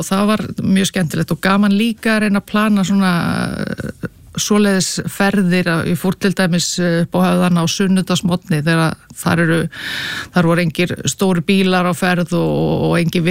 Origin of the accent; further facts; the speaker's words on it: Reykjavík, Capital Region, Iceland; ég búið fættu uppalinn í Reykjavíkuborg og ég kann alveg að meta Reykjavíkuborg